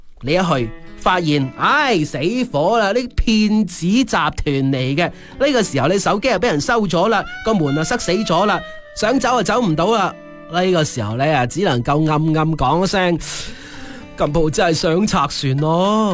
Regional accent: Guangdong, China; 呢句说话体现出我哋广东人好务实、好拼搏嘅精神。

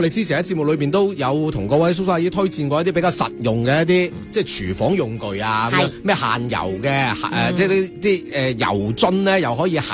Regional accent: Guangdong, China; 我哋老廣

